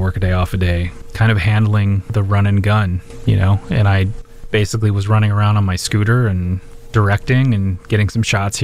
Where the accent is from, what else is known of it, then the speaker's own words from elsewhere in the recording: Des Moines, Iowa, United States; I grew up on the East Side.